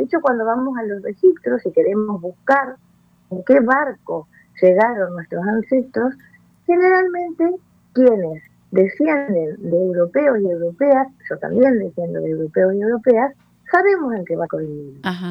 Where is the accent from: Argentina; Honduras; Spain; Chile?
Argentina; en Argentina habemos afrodescendientes y no todos ni todas tenemos la tez morena ni respondemos al estereotipo o al fenotipo, en realidad, que se espera del afrodescendiente.